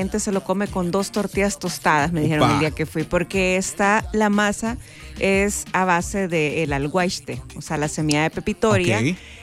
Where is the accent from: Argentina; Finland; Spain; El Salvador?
El Salvador; Así somos los salvadoreños.